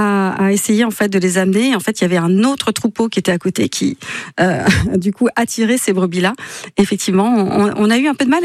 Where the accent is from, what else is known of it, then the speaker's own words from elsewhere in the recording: Saint-Jean-d'Angély, Nouvelle-Aquitaine, France; moved away as an adult; now in Basque Country, France; Je viens de Saint-Jean-d'Angély, en Charente-Maritime.